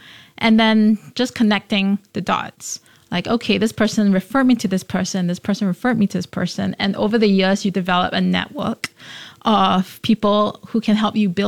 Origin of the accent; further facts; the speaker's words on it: Singapore; I mean, I grew up here. I was born and bred in Singapore.